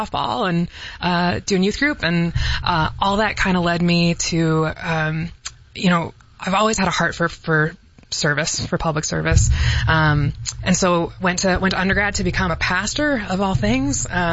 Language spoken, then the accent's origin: English; Illinois, United States; I grew up in the Chicago suburbs, like I like to say, where Costco meets the cornfields.